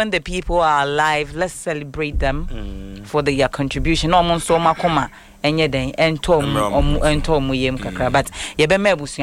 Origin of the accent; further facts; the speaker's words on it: Ghana; When I think Nigeria, I am from Ghana.